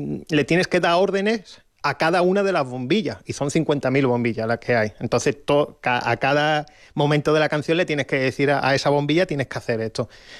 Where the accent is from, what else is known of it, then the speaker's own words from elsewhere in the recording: Jerez de la Frontera, Andalusia, Spain; now in Toledo area, Spain; gente de Jerez de la Frontera, de mi tierra